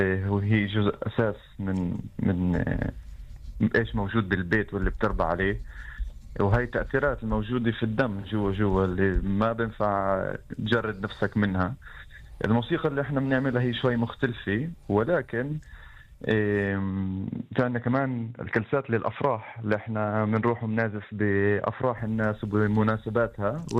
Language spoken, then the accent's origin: Arabic; Haifa District, Israel; احنا من حيفا وشفاعمر.